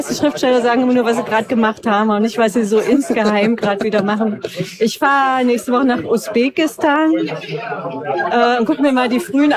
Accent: Thuringia, Germany; ich komme aus der Nähe von Eisenach.

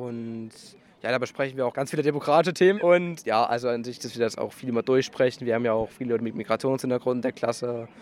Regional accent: Vacha, Thuringia, Germany; Hier aus Fachra.

